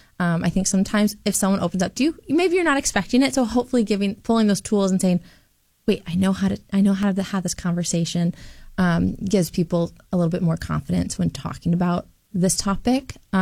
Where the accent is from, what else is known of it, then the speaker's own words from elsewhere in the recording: West Des Moines, Iowa, United States; I was born and raised in West Des Moines.